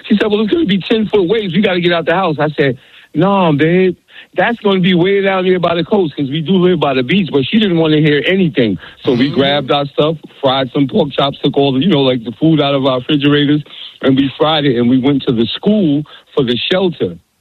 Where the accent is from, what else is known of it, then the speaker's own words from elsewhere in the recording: New York City, New York, United States; moved away; Listen, I'm from New York City originally. So my wife moved down to Florida. I came down in December.